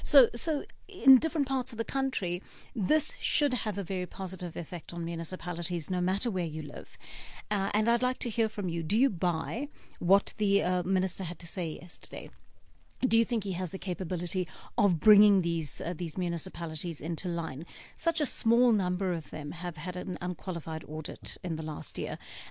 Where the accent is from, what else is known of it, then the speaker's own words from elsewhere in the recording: South Africa; And I would really, as a South African citizen, like to see this happen.